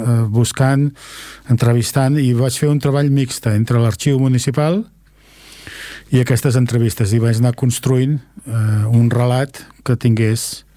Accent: Esplugues de Llobregat, Catalonia, Spain; a investigar a nivell del meu poble, el poble que t'estimes, que és Esplugues.

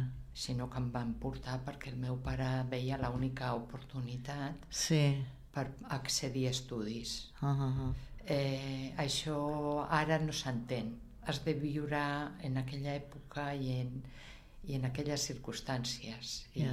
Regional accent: Madrid de las Caderechas, Castile and León, Spain; El meu poble es diu Madrid de les Caderetxes.

